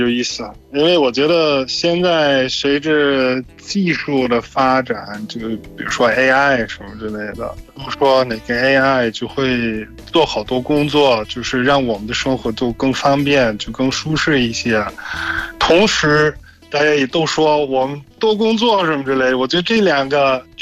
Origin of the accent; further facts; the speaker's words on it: Germany; Chinese is a second language; 谢谢大家，